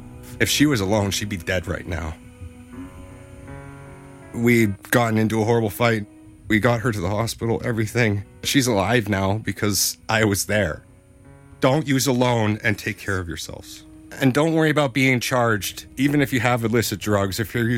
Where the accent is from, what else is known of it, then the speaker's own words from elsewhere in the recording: Burnaby, British Columbia, Canada; also born or lived in Surrey; I grew up in Burnaby, BC, outside of New Westminster. It's near Vancouver. It's all the same area. Then I moved to Surrey.